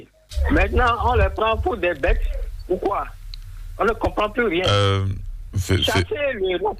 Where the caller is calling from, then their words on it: Benin; J'appelle de Akopa-Akorebo.